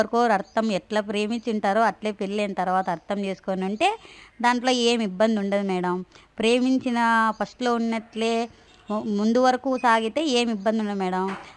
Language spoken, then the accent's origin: Telugu; Anantapur, Andhra Pradesh, India; మా సొంత ఊరు ఇదే మేడం.